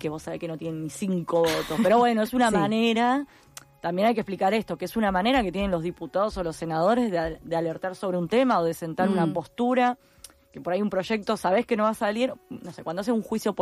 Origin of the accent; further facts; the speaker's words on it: Cipolletti, Río Negro, Argentina; moved away as an adult; now in Buenos Aires, Argentina; yo soy de Cipolletti, vine a Buenos Aires a estudiar artes